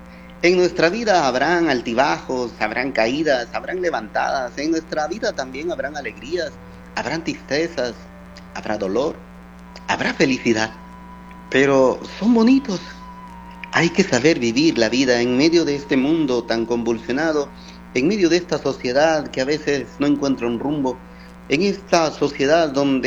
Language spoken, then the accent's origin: Spanish; Guatemala; somos nosotros los guatemaltecos quienes pagamos todas esas cosas.